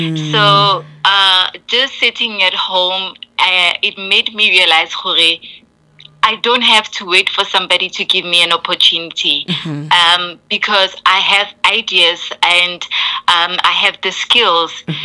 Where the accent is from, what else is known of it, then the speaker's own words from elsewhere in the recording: Rustenburg, North West, South Africa; born there; before becoming the founder of Neo Ente Media, is just the girl who is born from Kopukeng. Pukeng is a small town in Rustenburg.